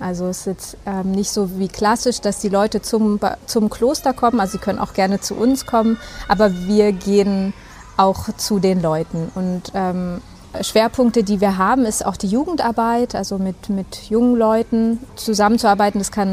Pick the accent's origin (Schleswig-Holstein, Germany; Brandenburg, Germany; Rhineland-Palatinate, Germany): Brandenburg, Germany; Fürstenwalde; Also ich bin in Fürstenwalde aufgewachsen, nicht geboren, um genau zu sein, aber ich war mein ganzes Leben lang sozusagen in Fürstenwalde. Meine Familie ist nicht katholisch, sondern atheistisch, wie das auch eigentlich damals in Fürstenwalde normal war.